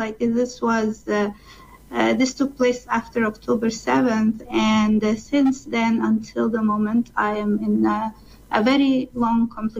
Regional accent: Canada; I am as a Canadian and a free woman and a Muslim. So I'm very proud of being a Muslim and a Canadian.

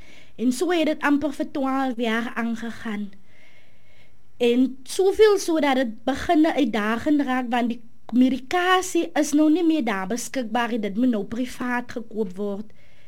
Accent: Oudtshoorn, Western Cape, South Africa; ek is een boerling van Oudtshoorn my hele leven lang.

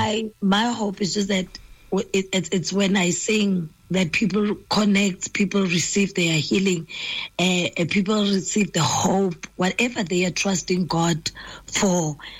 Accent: Northern Cape, South Africa; now in Johannesburg, South Africa; Born and raised in the Northern Cape.

